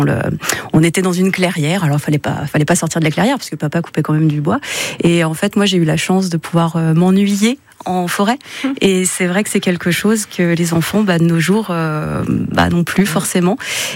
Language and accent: French; Saint-Eustache, Auvergne-Rhône-Alpes, France; je suis originaire de Saint-Eustache, donc sur les hauteurs du lac d'Annecy, donc effectivement je suis bien née, hein.